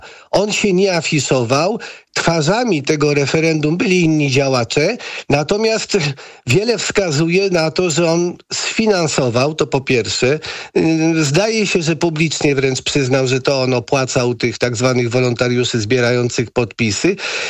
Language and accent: Polish; Kraków, Lesser Poland, Poland; born there; Mówię to jako urodzony krakowianin, którego los tego wspaniałego miasta leży mi na sercu.